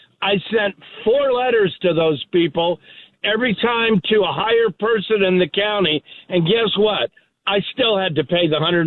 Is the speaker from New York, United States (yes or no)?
no; Long Beach, California, United States; I'll see you guys on the 6th of February in my hometown of Long Beach.